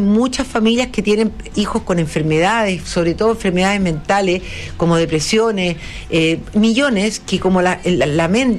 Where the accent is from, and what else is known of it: Chile